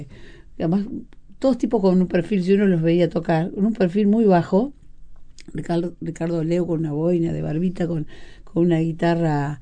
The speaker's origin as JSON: {"language": "Spanish", "region": "Montevideo", "country": "Uruguay", "tie": "born or raised there", "said": "Yo nací en Montevideo, me crié con esos reos, yo tocaba los tambores del lugar."}